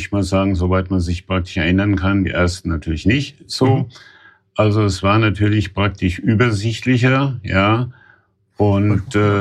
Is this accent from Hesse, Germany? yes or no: yes; Raunheim, Hesse, Germany; Alt-Raunheimer, ich bin in Raunheim nicht nur aufgewachsen.